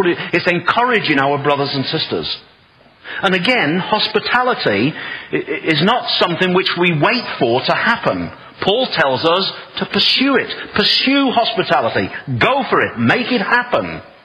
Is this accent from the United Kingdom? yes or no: yes; United Kingdom; I'm typical British.